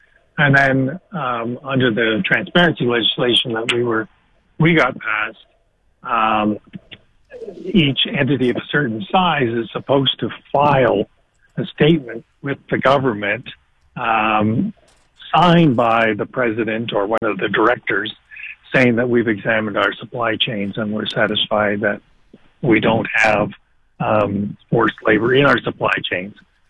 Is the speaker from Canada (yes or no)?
yes; Canada; And I don't think that's how we see ourselves as Canadian citizens or as the nation of Canada.